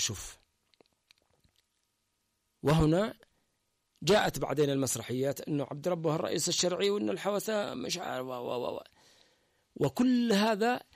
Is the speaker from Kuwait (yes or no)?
no; Yemen; احنا كلنا يمنيين